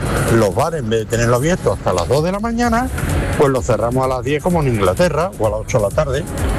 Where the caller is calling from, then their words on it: Spain; nosotros vivimos en España